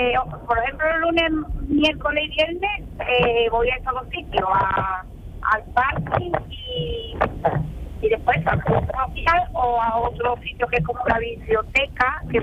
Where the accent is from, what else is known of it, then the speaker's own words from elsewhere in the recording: Olivares, Andalusia, Spain; Yo soy de Olivares.